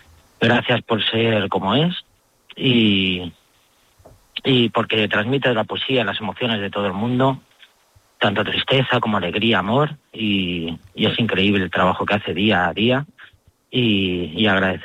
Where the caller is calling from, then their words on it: Madrid, Community of Madrid, Spain; Yo de Madrid.